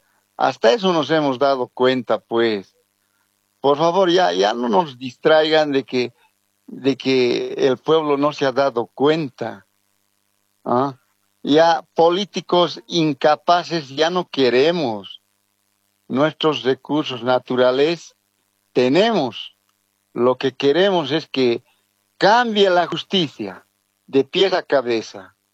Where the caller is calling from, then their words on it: El Alto, La Paz, Bolivia; de aquí, del Alto de La Paz.